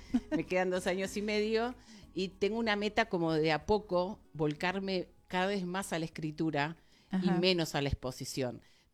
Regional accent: Buenos Aires, Argentina; now in Balcarce, Argentina; yo soy de Balcarce, soy porteña, vivo allá hace casi 31 años.

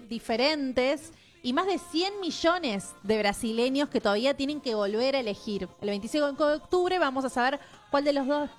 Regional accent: Argentina; Nos influye como argentinos

